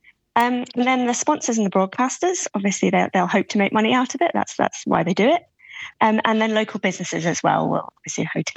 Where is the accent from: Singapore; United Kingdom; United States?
United Kingdom; England; I'm English